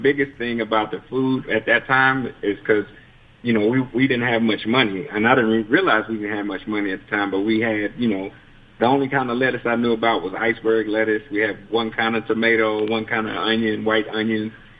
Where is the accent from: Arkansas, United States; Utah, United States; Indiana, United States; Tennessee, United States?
Arkansas, United States; Kensett; I'm from Kensett, Arkansas, originally. So some people may not know where Kensett is. Born and raised there.